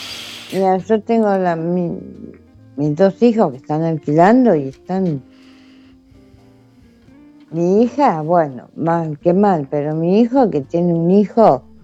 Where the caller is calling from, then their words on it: Rosario, Santa Fe, Argentina; De Rosario.